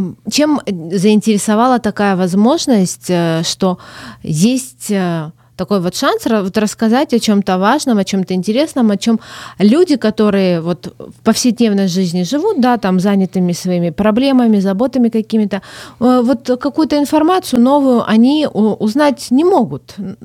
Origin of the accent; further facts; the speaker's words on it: Ukraine; я просто этническая армянка, которая всю жизнь жила в Украине, и в силу чудовищных обстоятельств, которые произошли в нашей стране, мы вынуждены были и оказались там, где мы сейчас есть.